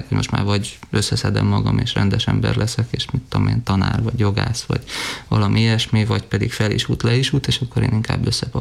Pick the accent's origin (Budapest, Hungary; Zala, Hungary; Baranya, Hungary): Budapest, Hungary; born there; also born or lived in Gödöllő; Én Budapesten születtem.